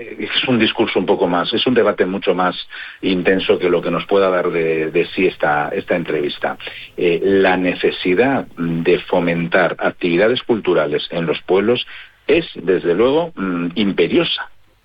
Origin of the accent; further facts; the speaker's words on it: Valladolid, Castile and León, Spain; Yo, por ejemplo, que soy de Valladolid